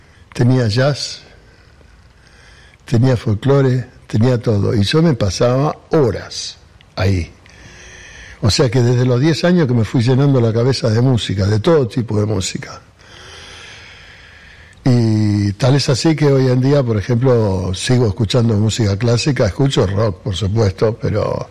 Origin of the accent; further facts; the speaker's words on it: Buenos Aires, Argentina; also born or lived in Río Cuarto, Córdoba; now in Quilmes, Argentina; Me crié en Barracas, claro. Me crié en el tango